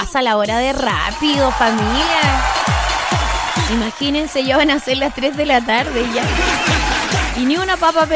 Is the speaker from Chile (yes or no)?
yes; Chile; somos tan chilenos